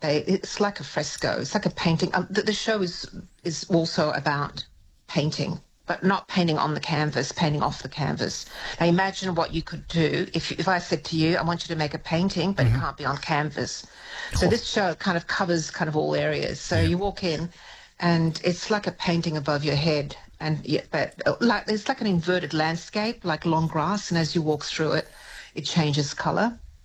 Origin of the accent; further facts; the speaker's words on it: Canberra, Australian Capital Territory, Australia; now in Sydney, Australia; this place is Canberra when I was growing up in Canberra.